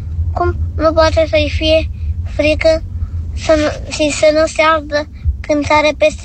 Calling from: Iași, Iași County, Romania; Am 5 ani, sunt din Iași.

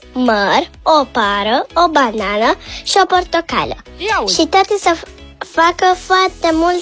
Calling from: Bucharest, Romania; din București. Am 6 ani

